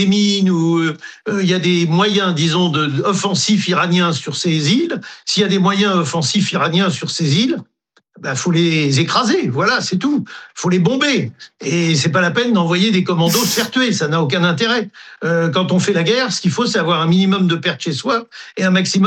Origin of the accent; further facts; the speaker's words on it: French Guiana, France; comme Kourou chez nous en Guyane